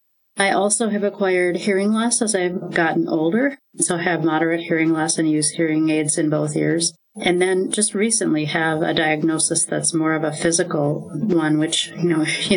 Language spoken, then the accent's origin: English; Minneapolis, Minnesota, United States; I'm from Minneapolis, Minnesota.